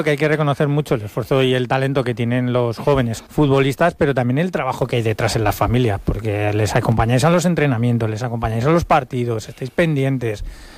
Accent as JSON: {"language": "Spanish", "town": "Madrid", "region": "Community of Madrid", "country": "Spain", "said": "Yo soy de Madrid y en Madrid siempre decimos que de Madrid para el cielo"}